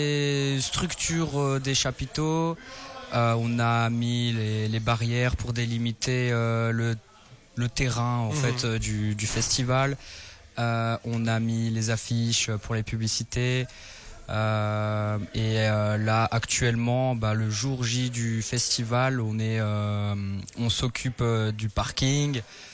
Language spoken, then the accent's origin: French; Florenville, Wallonia, Belgium; Moi je viens de Florentville, à Chigny.